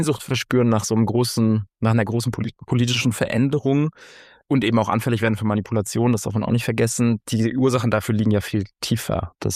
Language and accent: German; East Germany, Germany; ich habe meine ostdeutsche Identität lange überhaupt nicht in Frage gestellt oder erkannt oder interessant gefunden